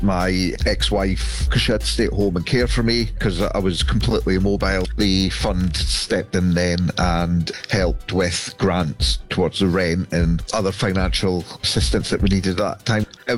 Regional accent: Brechin, Scotland, United Kingdom; moved away; After my separation, myself and my daughter, we decided to move back up to Scotland because I'm originally from Brechin.

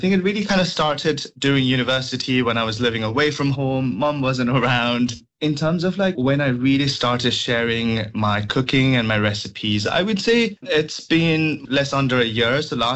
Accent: Dharan, Koshi Province, Nepal; infamous from where I am, my hometown Dharan

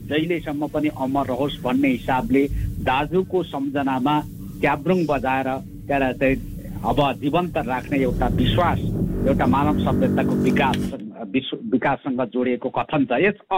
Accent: Koshi Province, Nepal; मेरो गाउँघर टोलबस्ती 70 गाउँपालिकाभित्र, म 70 गाउँपालिकाको अहिले गाउँपालिका प्रमुख पनि भएकोले

